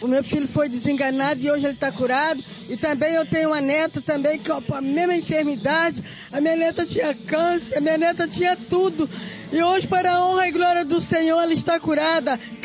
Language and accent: Portuguese; Itaboraí, Rio de Janeiro, Brazil; eu vim de Itaburaí.